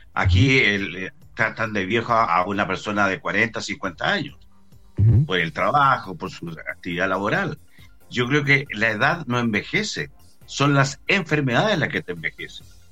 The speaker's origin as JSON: {"language": "Spanish", "country": "Chile", "said": "nosotros los chilenos"}